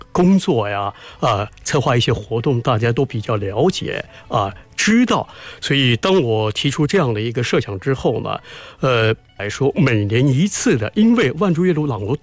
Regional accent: Nanjing, Jiangsu, China; moved away; 其实作为一个南京人创立了这样的一个全国性的品牌，

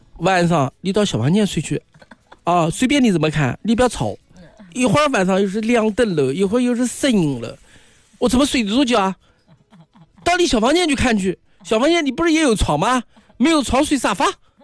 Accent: Jiangsu, China

